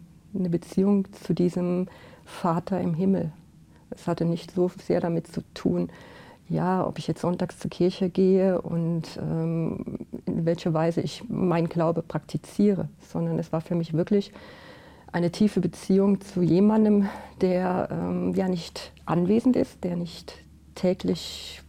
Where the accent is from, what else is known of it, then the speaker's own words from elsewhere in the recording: Germany; Ich bin also in der Eifel aufgewachsen und in einer sehr katholischen Gegend auch.